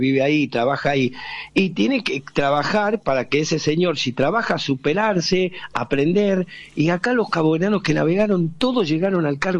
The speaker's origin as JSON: {"language": "Spanish", "country": "Argentina", "said": "Somos argentinos, pero hidalgamente yo le digo"}